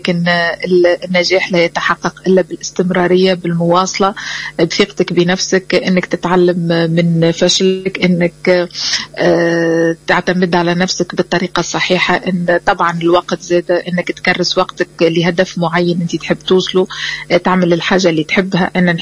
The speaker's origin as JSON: {"language": "Arabic", "country": "Tunisia", "moved": "yes", "lives_now": "New York, United States", "said": "وتحية إلى بلادي تونس العزيزة على قلوبنا جميعا"}